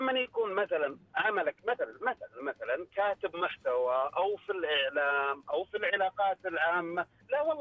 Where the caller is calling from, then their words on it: Riyadh, Riyadh Province, Saudi Arabia; من الرياض